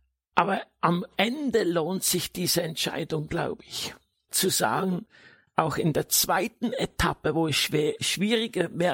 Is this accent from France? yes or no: no; Switzerland; moved away; nach fast 40 Jahren bin ich wieder in meinem Heimatland. Hätte ich nie gedacht.